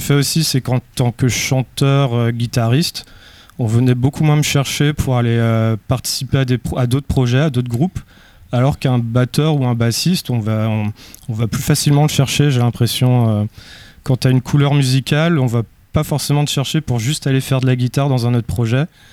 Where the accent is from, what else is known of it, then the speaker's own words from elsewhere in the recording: Brittany, France; sur la précédente cassette, c'était 29 parce que je viens du Finistère.